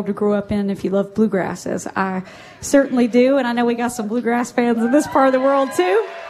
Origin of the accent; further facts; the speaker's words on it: Byrdstown, Tennessee, United States; moved away; I'm from Tennessee originally. As you mentioned, a little town called Byrdstown. There's probably more people here today than are in my hometown currently. It's a little town of about, 700 people, no red light, but a great part of the world to grow up